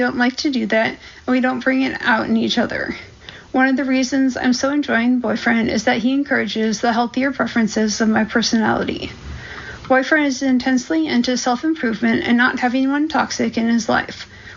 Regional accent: United States; moved away as an adult; now in United Kingdom; maybe because he's Australian and I'm an American who's been living in Britain for 10 years, who knows.

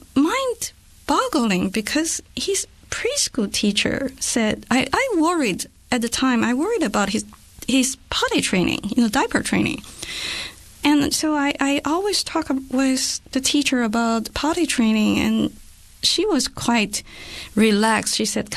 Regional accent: China; English is a second language; So I grew up in China, and for instance, when I was little, all the adults would say, since you're a child, you have no right to decide who you want to be or what you want to do.

